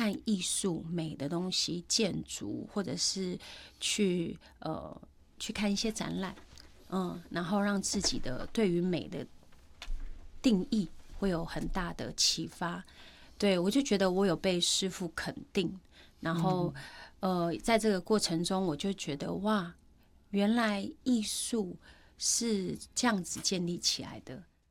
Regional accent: Miaoli, Miaoli County, Taiwan; 那他是新竹人，我是苗栗人，或许也是有这样的关系。

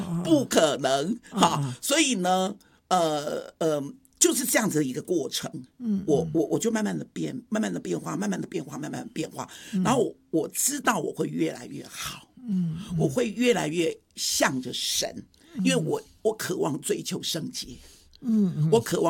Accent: Shandong, China; now in Taiwan; 我是山东妞嘛，我是山东人嘛，很海派，我说当然来我家住啊，你来台北了一定要住我家。

